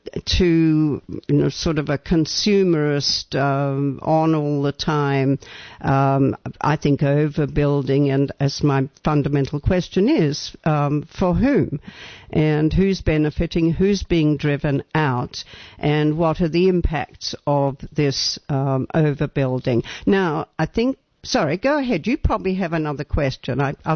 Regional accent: Sydney, New South Wales, Australia; moved away as an adult; now in Santa Cruz, United States; southeast Australia, you know, around Sydney.

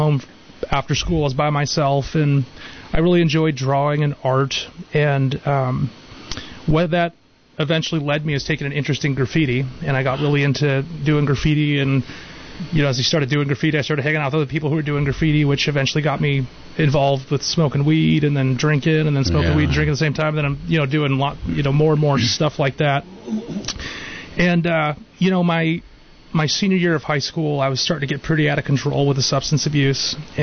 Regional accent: Watsonville, California, United States; moved away as an adult; also born or lived in Santa Cruz; I lived in Watsonville from 1988 when I moved there from Santa Cruz at 2 years old, and I was raised there. Mm-hmm. I lived there until I graduated high school in 2004.

